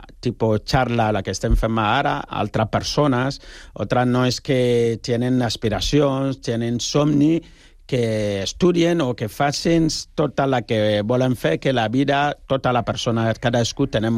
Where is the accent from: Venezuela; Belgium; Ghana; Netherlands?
Ghana; Catalan is a second language; now in Spain; perquè jo soc de Ghana, tu imagina que jo vinc aquí amb un taparrabo o una aliança